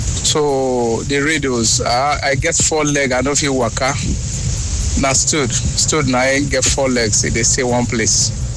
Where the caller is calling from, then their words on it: Elelewo, Nigeria; I'm calling from Elelewo.